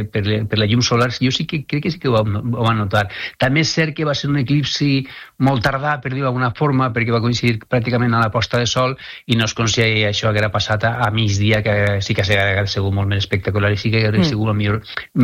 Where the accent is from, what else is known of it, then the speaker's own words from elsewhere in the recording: Alcoy, Valencian Community, Spain; jo parlant amb les familiars que tinc, jo soc d'Alcoi, parlant amb els amics familiars d'Alcoi